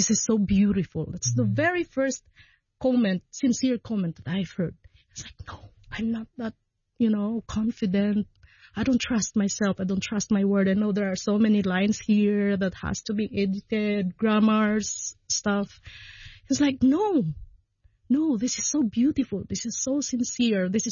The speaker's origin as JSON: {"language": "English", "country": "Philippines", "moved": "as an adult", "lives_now": "Hong Kong", "said": "I'm domestic migrant worker in Hong Kong. I'm from the Philippines"}